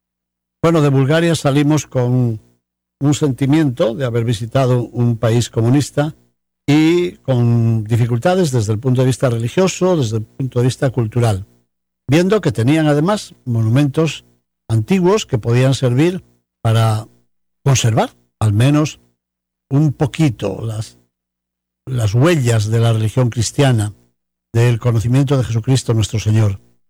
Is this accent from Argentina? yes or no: no; León, Castile and León, Spain; fui con varios sacerdotes de mi tierra, de León